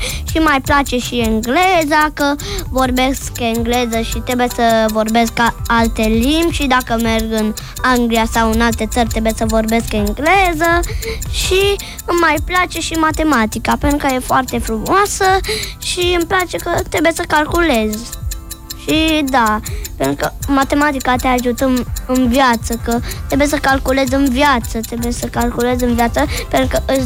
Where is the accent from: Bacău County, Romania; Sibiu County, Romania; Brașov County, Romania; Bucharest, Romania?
Bucharest, Romania; am 7 ani și sunt din București.